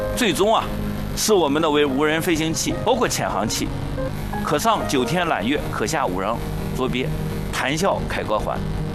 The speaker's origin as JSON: {"language": "Chinese", "country": "China"}